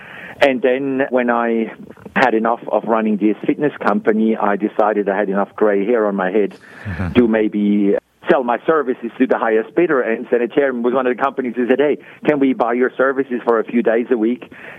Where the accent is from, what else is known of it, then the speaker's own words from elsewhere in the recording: Switzerland; moved away as an adult; now in Australia; I was born and raised in Switzerland and into probably a God-fearing Methodist family.